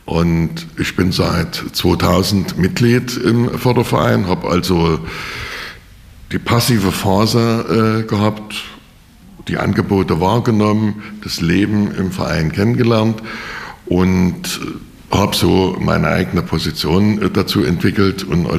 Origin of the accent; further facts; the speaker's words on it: Leipzig, Saxony, Germany; ich bin geborener Leipziger, bin also seit meinem Windelleben schon Zoobesucher.